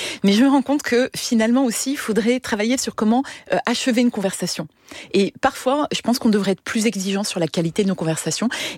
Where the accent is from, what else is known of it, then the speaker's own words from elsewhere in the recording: Metz, Grand Est, France; je suis franco luxembourgeoise, hein. J'ai grandi en Lorraine, à Metz.